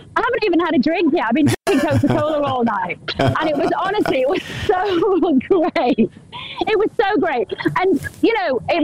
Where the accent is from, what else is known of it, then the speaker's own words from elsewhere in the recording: England, United Kingdom; We are English.